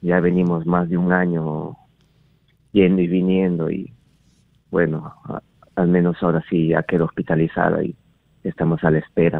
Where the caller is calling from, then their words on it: Lima, Peru; De acá, de Lima, del hospital del INEM.